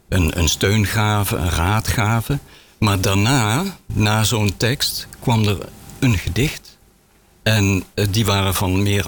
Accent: Limburg, Netherlands; Jungske zei … ik kom uit Zuid-Limburg, daar ben ik opgegroeid.

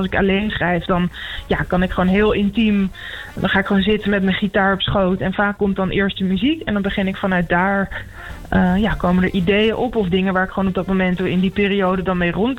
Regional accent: Amsterdam, North Holland, Netherlands; volgende week in de Melkweg in Amsterdam. Dat is ook mijn thuisstad.

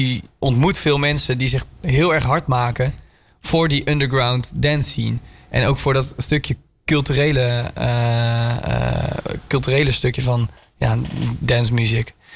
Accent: Wijk bij Duurstede, Utrecht, Netherlands; moved away as an adult; now in Breda, Netherlands; Nou, ik ben zelf geen Bredanaar, zoals je misschien kan horen. Ik heb in ieder geval geen zachte G. ik kom zelf uit Wijk bij Duurstede, een klein plaatsje onder Utrecht. En ik woon hier ook nog maar 2 jaar.

